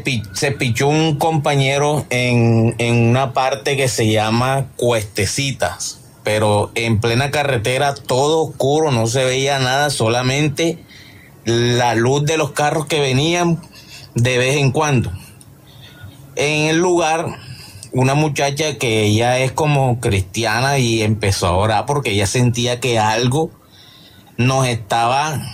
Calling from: Barranquilla, Atlántico, Colombia; Yo soy de Barranquilla.

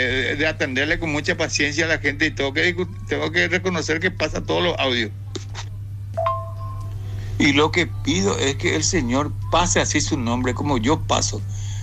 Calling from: Fernando de la Mora, Central, Paraguay; Vivo en Fernando de la Mora, zona sur.

